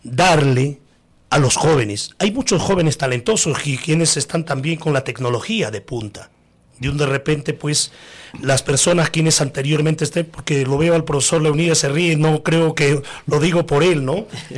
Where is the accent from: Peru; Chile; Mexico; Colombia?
Peru; Coracora, Ayacucho; como coracoreño, como parinacochano